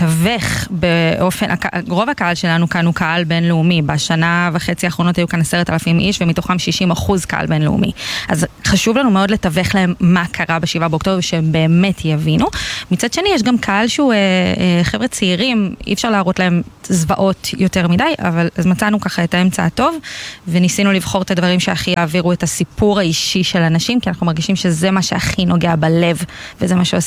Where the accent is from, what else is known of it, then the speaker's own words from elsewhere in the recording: Meitar, Southern District, Israel; now in Beersheba, Israel; אני, כן, אני אישית לא מהעוטף. אני גדלתי במיתר ואני היום בבאר שבע, אבל המשפחה שלי מקיבוץ מגן ומקיבוץ בארי, משיבולים וגיבולים.